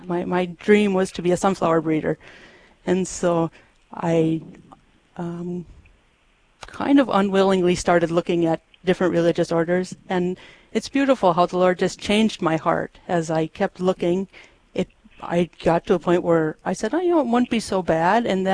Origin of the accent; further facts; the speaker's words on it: Darwin, Minnesota, United States; now in Hankinson, United States; I live currently in Hankinson, North Dakota, but I grew up in Minnesota, not Lake George, but I grew up in Darwin, Minnesota. It's about 3 hours away from here, and we have the world's largest ball of twine.